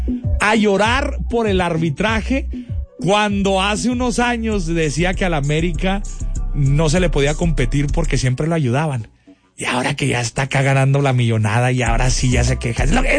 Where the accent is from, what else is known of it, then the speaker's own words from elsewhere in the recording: Mexico; nosotros como mexicanos, o sea, somos feos como mexicanos, muchachos, en serio. A ver, y yo también me cuento